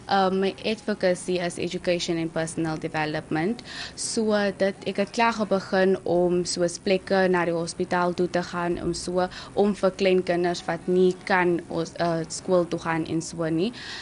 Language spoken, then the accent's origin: Afrikaans; Swakopmund, Erongo, Namibia; Ek is van die kus.